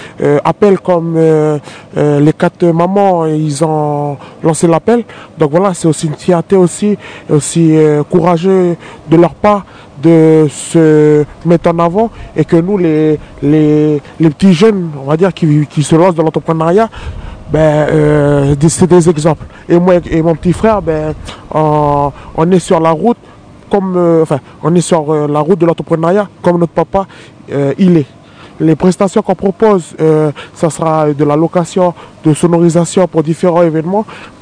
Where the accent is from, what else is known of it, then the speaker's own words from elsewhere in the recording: Lifou, Loyalty Islands Province, New Caledonia; je suis originaire de Dokine